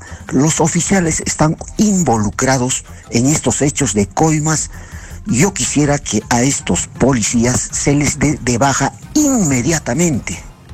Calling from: Cusco, Peru; Del Cusco.

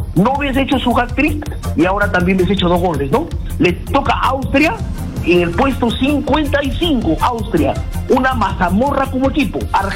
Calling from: Lima, Peru; San Isidro, mi querido, a la espalda de la clínica Ricardo Palma

